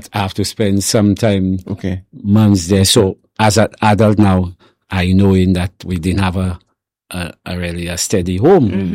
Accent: Castries, St. Lucia; also born or lived in Marchand; But basically it was Conway and Leslie, and that's where I really grew up, and Marsha by extension.

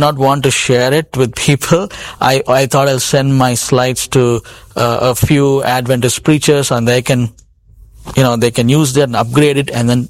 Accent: Chennai, Tamil Nadu, India; Chennai, the city I was born and raised in India.

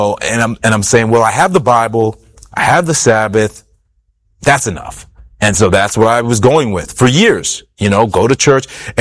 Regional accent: Halifax, Nova Scotia, Canada; And I got a show that was shooting in my hometown of Halifax.

